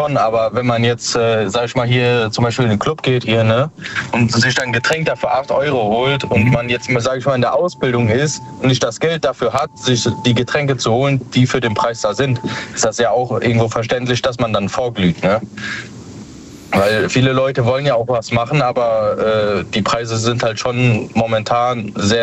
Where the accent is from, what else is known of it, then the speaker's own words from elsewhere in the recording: Koblenz, Rhineland-Palatinate, Germany; Ich komme aus Rheinland-Pfalz, Koblenz.